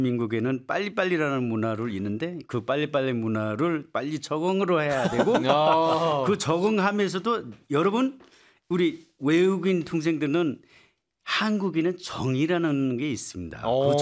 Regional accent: Nepal; Korean is a second language; moved away as an adult; now in South Korea

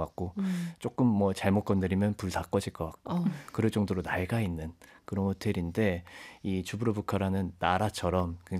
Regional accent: Gyeongsang, South Korea; moved away; 그 경상도 그 저희가 살던 고향에

